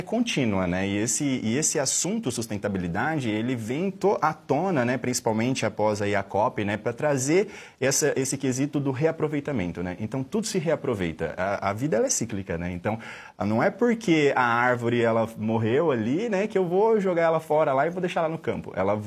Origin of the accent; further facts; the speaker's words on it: São Paulo, Brazil; Eu venho de uma região aqui do estado de São Paulo, uma região sucroenergética muito conhecida